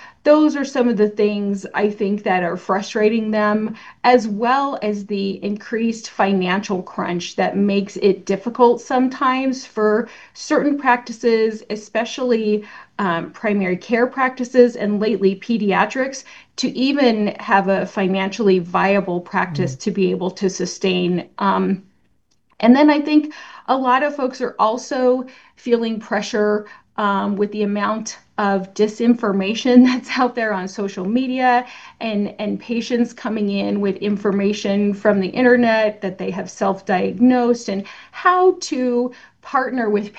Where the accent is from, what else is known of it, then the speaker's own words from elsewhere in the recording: Cheyenne, Wyoming, United States; moved away as an adult; now in Idaho, United States; I was in the community where I grew up in Cheyenne, Wyoming, and I thought I was set. By the end of 2007, I had moved with the puppy and ended up in Idaho